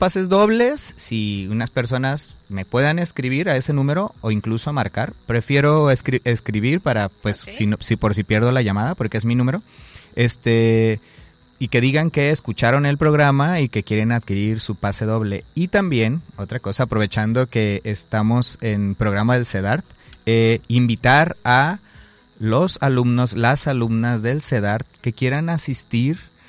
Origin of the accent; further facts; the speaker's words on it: Colima, Mexico; moved away; porque Colima siempre es parte muy importante para mí cuando hablo de migración, porque si de algún lugar me fui, fue de Colima, ¿no?